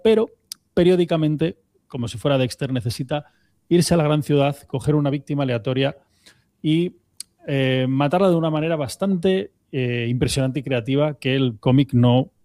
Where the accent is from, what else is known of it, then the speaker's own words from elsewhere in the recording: Asturias, Spain; Todos nos debería sonar como poco, como asturianos